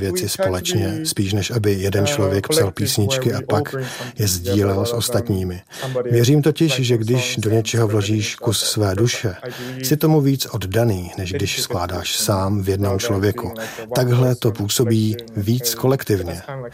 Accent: Slovakia; moved away as an adult; also born or lived in Wrocław / Glasgow; moje máma je Slovenka a táta Japonec, takže jsem vyrostl na Slovensku

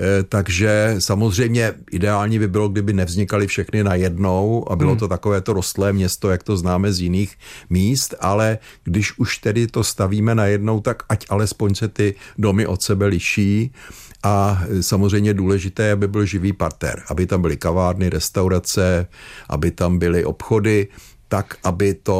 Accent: Prague, Czechia; Za mýho dětství v Praze

